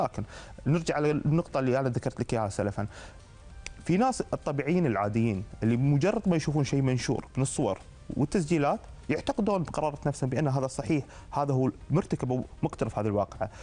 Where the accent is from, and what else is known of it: Kuwait